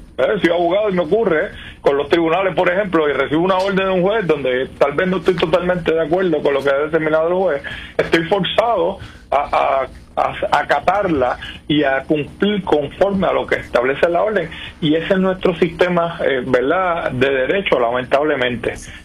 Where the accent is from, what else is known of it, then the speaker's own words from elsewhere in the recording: San Juan, Puerto Rico; Yo soy natural de Villa Prades y ustedes saben que ahí hay una gran presencia de la comunidad dominicana. Viví allí hasta los 23, 24 años, ¿verdad?